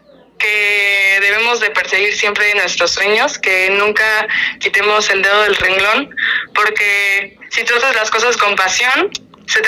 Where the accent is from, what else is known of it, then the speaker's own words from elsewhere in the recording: Mexico; porque somos mexicanos.